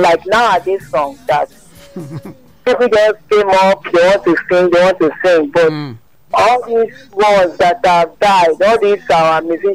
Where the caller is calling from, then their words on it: Ireland; I'm calling from Ireland.